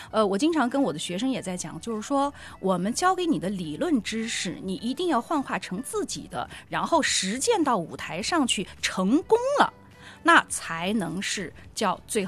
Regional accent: Jiangpu, Jiangsu, China; 包括现在我妈有时候回我们老家，回江浦那边去

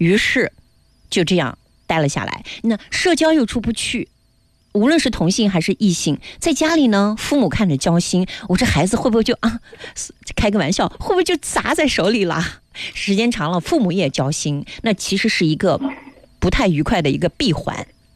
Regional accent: China

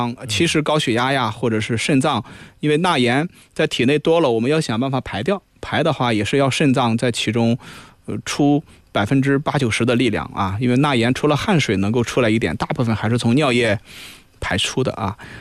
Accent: northern China, China; now in Nanjing, China; 我也是北方人啊，也是这么多年在南京啊，

